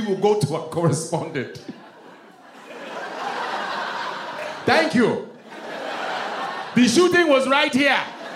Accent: Nigeria; And I would always tell people, they don't believe I'm Nigerian. I said, dude, call my parents' house, right?

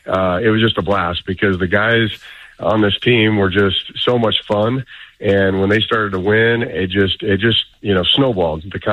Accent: Iowa, United States; and the team here in St. Louis, and being in the Midwest, and I'm from Iowa

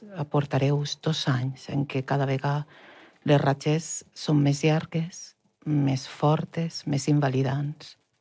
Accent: Xeraco, Valencian Community, Spain; Jo de Xeraco.

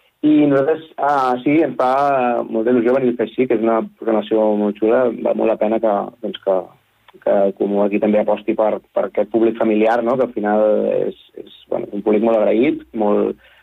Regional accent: Catalonia, Spain; nosaltres som de prop de Barcelona

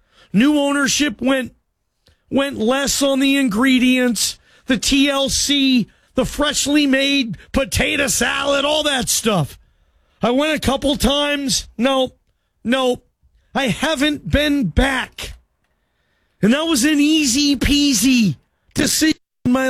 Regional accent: Seattle, Washington, United States

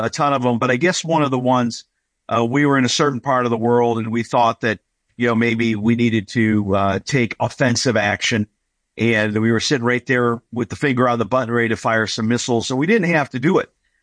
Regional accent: Aurora, Illinois, United States; I grew up in Aurora, Illinois, 40 miles west of Chicago

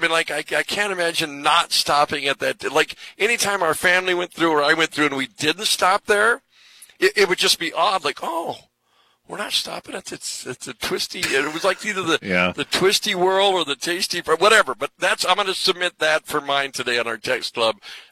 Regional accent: Williston, North Dakota, United States; growing up in Williston, you know, in Western North Dakota

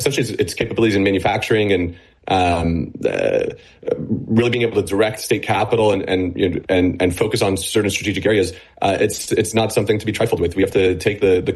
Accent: United States; me personally, I'm an American, and so we, you know, my firm is investing along what we could describe as the U.S.-Israel corridor.

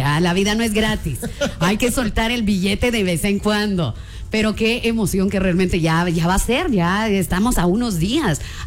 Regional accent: Guatemala; así somos los chapines.

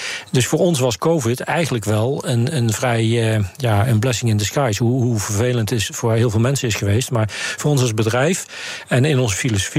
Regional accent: Nijmegen, Gelderland, Netherlands; Ik kom uit Nijmegen

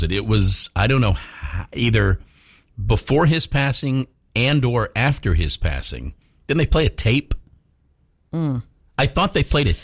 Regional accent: Virginia, United States; moved away; Again, I call it my home state. My home state of Virginia is 19th.

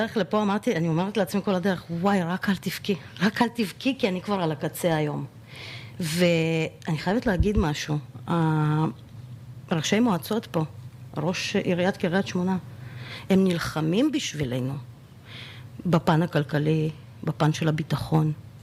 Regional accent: Turkmenistan; now in Israel; מטורקמניסטן, וההורים שלי הם ילדי אוקראינה.

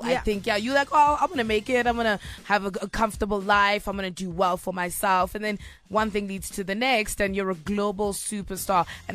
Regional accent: South Africa; I am proudly South African

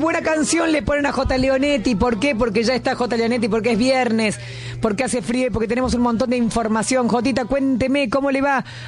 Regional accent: Buenos Aires, Argentina; los porteños queremos conocer más de nuestra ciudad

